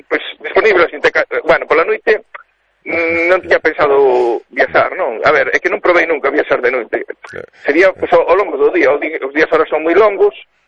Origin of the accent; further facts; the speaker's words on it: Galicia, Spain; now in A Coruña, Spain; os que somos de Costa da Morte, de fe, de toda a vida, que a levamos moi, moi adentro. Eu vivo na Coruña